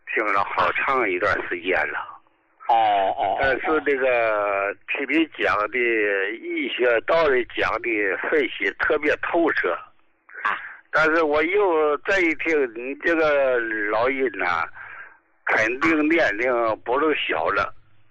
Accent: Dalian, Liaoning, China; 这个医大就大，我是大连的哈，就在医大二院的这个大夫拍片子检查全身的里外呀

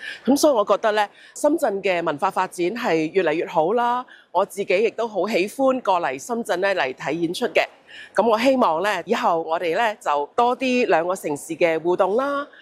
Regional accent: Hong Kong; 我身为香港人啦，觉得好开心有咁好嘅合作嘅一个机会啦。

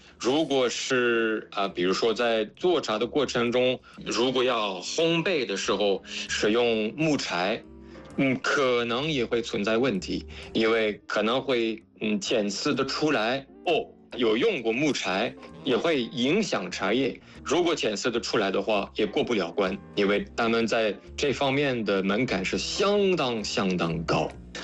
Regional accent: France; Chinese is a second language; 就等于我作为一个法国人，我也并不能说法国人对茶有什么要求什么需求我完全都了解

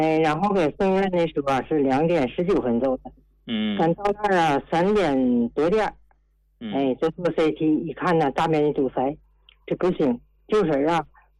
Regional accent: Tianjin, China; 我家是天津临河。

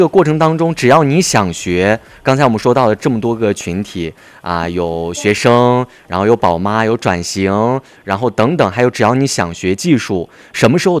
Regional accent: Xinjiang, China; 然后再回到新疆本地来反哺到我们家乡的市场

